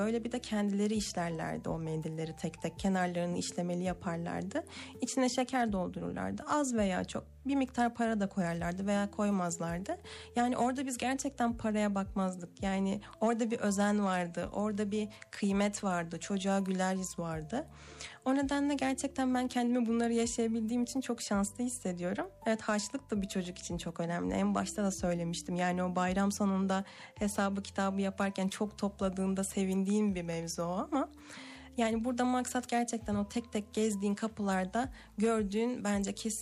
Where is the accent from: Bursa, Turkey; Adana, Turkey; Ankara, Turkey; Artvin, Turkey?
Bursa, Turkey; Bursa'da doğup büyüdüm bu arada.